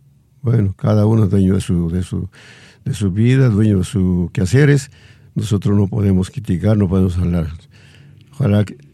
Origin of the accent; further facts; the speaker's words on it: Peru; gente muy amable, gente que no caracteriza, somos gente hospitalario, a comparación de otros pueblos, mi patria chica